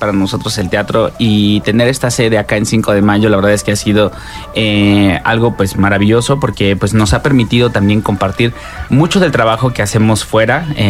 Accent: Jalpan, Querétaro, Mexico; Yo soy de Jalpan. Sí, ahí crecí.

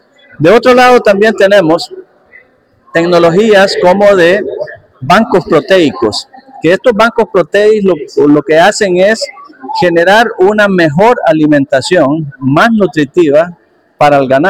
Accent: Copán, Honduras; now in Costa Rica; soy el director general del CATIE, con sede en Turrialba, Costa Rica, pero soy nacido en Copán, soy copaneco.

